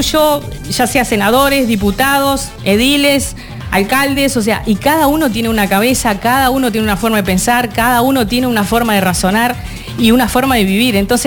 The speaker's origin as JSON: {"language": "Spanish", "region": "Durazno", "country": "Uruguay", "tie": "born or raised there", "said": "he sido política en mi país, he sido candidata a alcaldesa por mi ciudad natal, he sido edil del departamento de Durazno"}